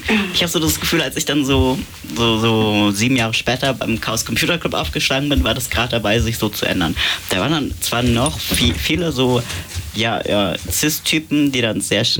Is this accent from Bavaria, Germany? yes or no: no; Hamburg, Germany; Also ich komme aus Harburg, sag mal ganz leise.